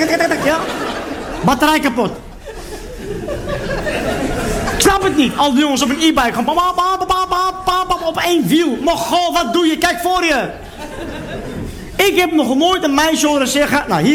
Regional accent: Utrecht, Netherlands; Ik kom uit Utrecht Overvecht.

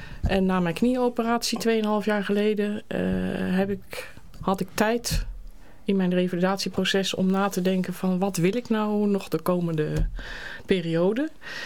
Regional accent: The Hague, South Holland, Netherlands; born there; now in Gouda, Netherlands; ik ben geboren in Den Haag.

